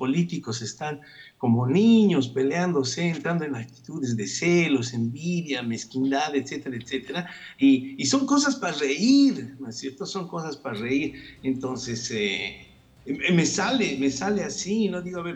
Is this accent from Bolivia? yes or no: yes; Bolivia